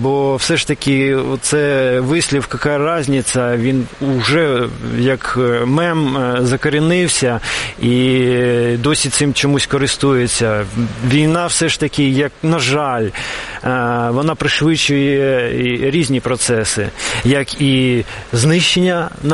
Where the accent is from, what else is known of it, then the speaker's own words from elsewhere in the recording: Kyiv, Ukraine; first language Russian; Ukrainian is a second language; я корінний киянин, і у нас так прийнято, що, в принципі, тут багато російськомовних контингент, наше місто. От, і проростав я серед людей, які більш російськомовні